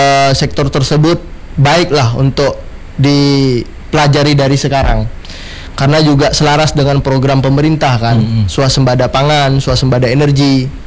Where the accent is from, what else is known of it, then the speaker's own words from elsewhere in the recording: West Kalimantan, Indonesia; kita bicara juga sebagai orang Kalbar